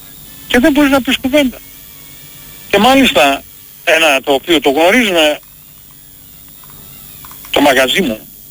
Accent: Macedonia, Greece; είμαι Μακεδόνας.

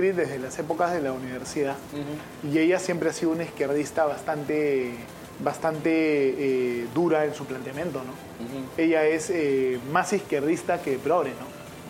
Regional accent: Peru; Yo soy un peruano del Perú profundo como tú.

